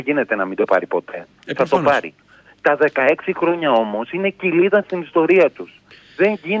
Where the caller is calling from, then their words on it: Piraeus, Attica, Greece; από το Παθαλιμάνι.